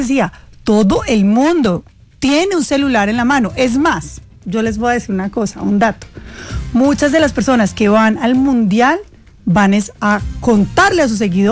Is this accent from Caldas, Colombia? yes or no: yes; Manizales, Caldas, Colombia; Yo salí de Manizales Caldas